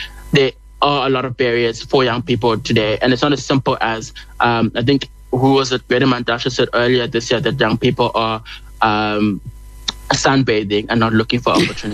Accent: South Africa; As South African

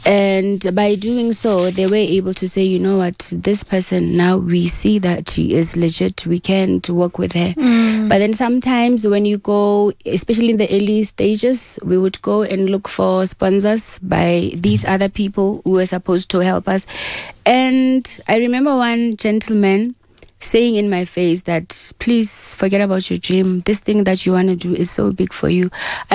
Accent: Bloemfontein, Free State, South Africa; I'm actually from Bloemfontein, meaning I'm from Free State. Mpumalanga, I was just passing by and I fell in love with the place.

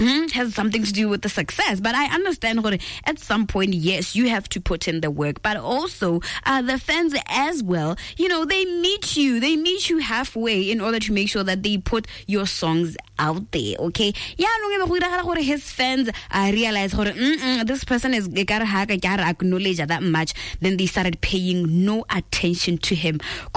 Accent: Mochudi, Kgatleng District, Botswana; now in Gaborone, Botswana; I'm from Muchudi

